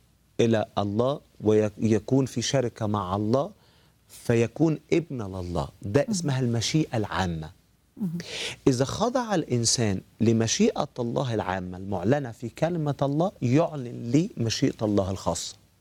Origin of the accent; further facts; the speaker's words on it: Egypt; زي ما عندنا في مصر